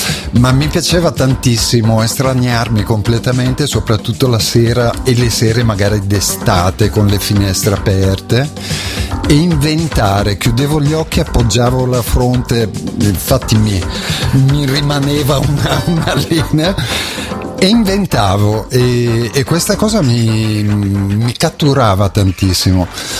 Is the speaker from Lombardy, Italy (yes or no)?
yes; Lombardy, Italy; Io vengo da Bergamo, praticamente. Okay. dalla Valle Serriana, per cui periferia di Bergamo.